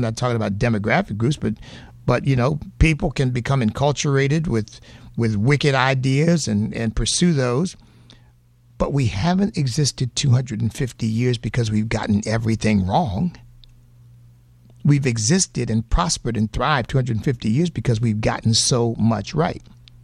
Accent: United States; I'm an American of African ancestry, but I'm not an African. I'm an American. And the American heritage is my heritage.

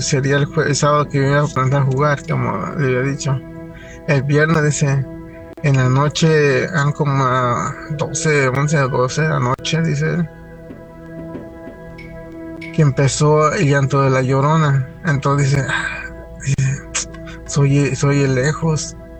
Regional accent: San Luis Potosí, Mexico; Yo vengo de... soy nativo de San Luis Potosí. Mi papá tenía un... su terreno donde vivíamos, tenía un terreno grande.

